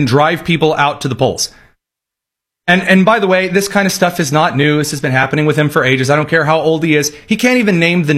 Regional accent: Indiana, United States; I'm from Indiana, and I know this.

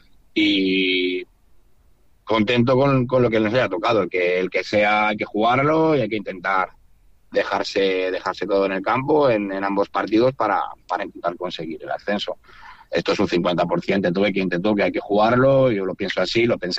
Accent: Valencia, Valencian Community, Spain; moved away as an adult; yo soy de Valencia pesar que llevo aquí ya 15 años viviendo en esta zona, soy de Valencia

